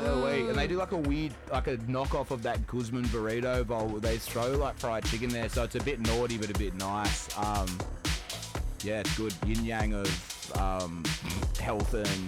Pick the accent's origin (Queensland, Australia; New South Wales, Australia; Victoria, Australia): New South Wales, Australia; Wollongong; I'm from Wollongong